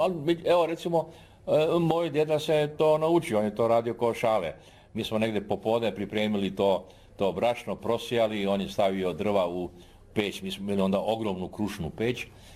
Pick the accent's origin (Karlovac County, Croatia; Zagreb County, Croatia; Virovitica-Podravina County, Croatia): Karlovac County, Croatia; Karlovac; ja sam odrastao u Karlovcu